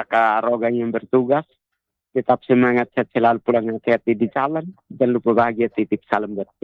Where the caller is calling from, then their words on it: East Nusa Tenggara, Indonesia; di Fatuveno.